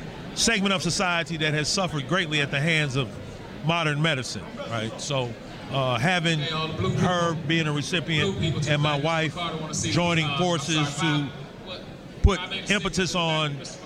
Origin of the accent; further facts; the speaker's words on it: Atlanta, Georgia, United States; moved away as an adult; now in Fort Myers, United States; I'm from Atlanta